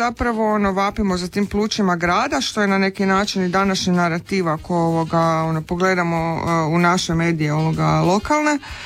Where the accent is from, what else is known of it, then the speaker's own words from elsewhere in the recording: Zagreb, City of Zagreb, Croatia; born there; now in Rijeka, Croatia; ja sam iz Novog Zagreba kao